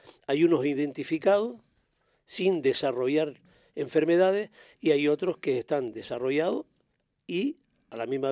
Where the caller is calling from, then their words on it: Canary Islands, Spain; los canarios somos inmorales.